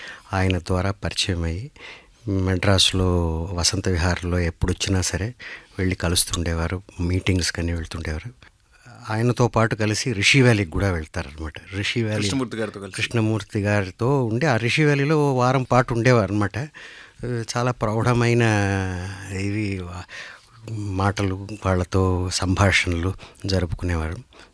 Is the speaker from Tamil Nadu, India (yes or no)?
yes; Chennai, Tamil Nadu, India; నేను తమిళనాడులోనే పుట్టాను, పెరిగాను, ఇప్పుడు మీ ముందు కూర్చుని ఇలా స్వచ్ఛంగా తెలుగులో మాట్లాడుతున్నాను